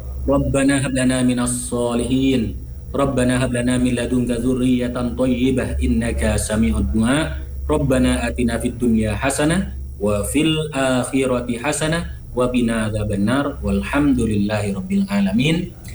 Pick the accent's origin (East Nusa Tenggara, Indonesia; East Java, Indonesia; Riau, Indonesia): East Java, Indonesia; Madura; born there; ternyata Allah lahirkan di Madura.